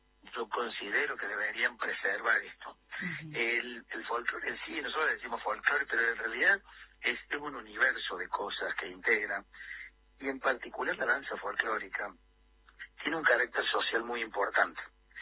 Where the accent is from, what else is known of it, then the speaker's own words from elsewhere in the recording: Argentina; todo esto bueno que tenemos como argentinos